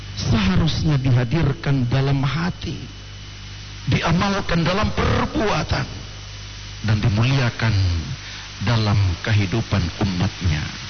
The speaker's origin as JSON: {"language": "Indonesian", "region": "Gorontalo", "country": "Indonesia", "said": "di mana sebenarnya letak kebanggaan kita sebagai orang Gorontalo."}